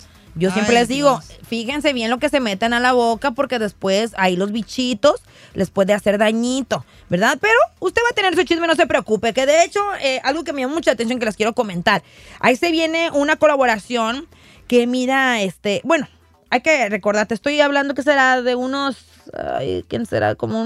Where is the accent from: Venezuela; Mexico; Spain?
Mexico; 154 centímetros y como yo, pues soy mexicana, no sé cuántos en pies, pues.